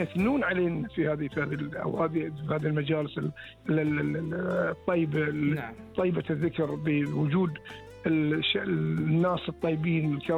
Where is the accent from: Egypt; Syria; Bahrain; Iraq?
Bahrain; إحنا كمواطنين بحرينيين